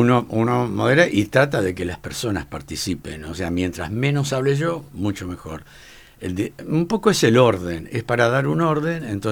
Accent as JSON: {"language": "Spanish", "town": "Bahía Blanca", "region": "Buenos Aires Province", "country": "Argentina", "tie": "born or raised there", "said": "cuando era chico, acá en Bahía Blanca."}